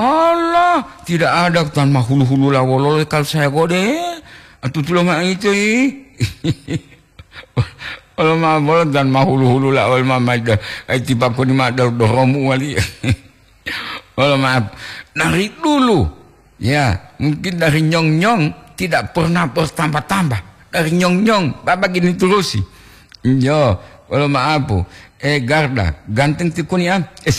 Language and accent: Indonesian; Gorontalo, Indonesia; Nah, ma walau ti mama seri, saya asli Gorontalo, asli lo, jo.